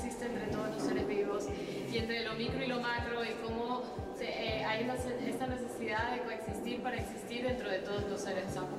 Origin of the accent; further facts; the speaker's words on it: Ecuador; Hola, ¿qué tal? … soy ecuatoriana también. Mi cultura es la que está ahí en medio de todo.